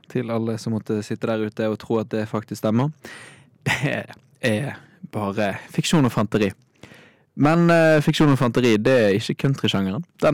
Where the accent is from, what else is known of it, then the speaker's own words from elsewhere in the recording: Bergen, Vestland, Norway; Jeg er en bygutt fra Bergen.